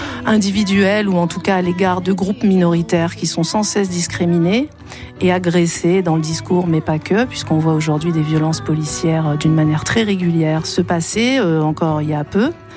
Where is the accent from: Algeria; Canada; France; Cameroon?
Algeria